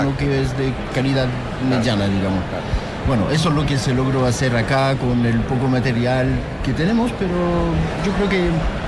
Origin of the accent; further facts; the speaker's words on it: France; Spanish is a second language; now in Chile; vengo de Francia a hacer un producto más o menos que traigo de ahí.